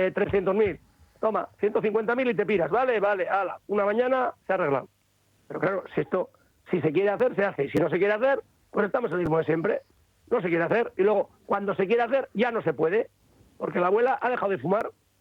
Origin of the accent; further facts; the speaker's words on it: Medina, Spain; eso en mi pueblo sería al revés. En Medina